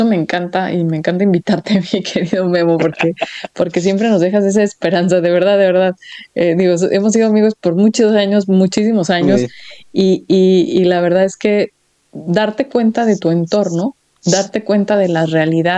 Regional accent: Mexico; andan de chapulines decimos en México

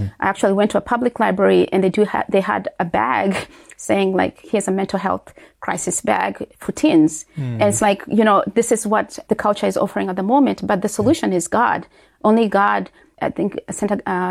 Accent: Uganda; moved away; we grew up in Uganda

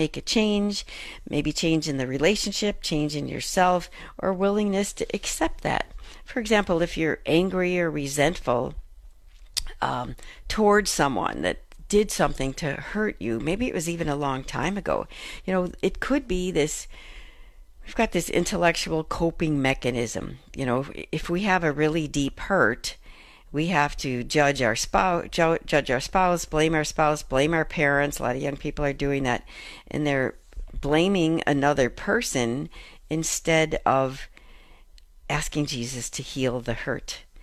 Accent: Chicago, Illinois, United States; And I grew up in the Chicago area, second oldest of 9 children.

